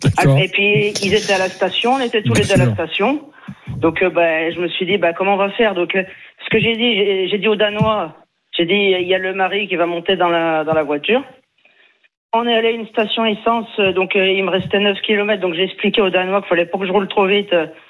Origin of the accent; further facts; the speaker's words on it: Pays de la Loire, France; comme je suis originaire des Pays de la Loire, là d'ailleurs j'habite en Mayenne, mais je connaissais plus les clubs de basket du Pays de la Loire.